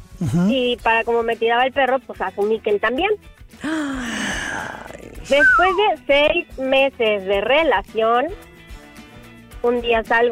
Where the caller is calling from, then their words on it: Mexico City, Mexico; Les hablo de Ciudad de México.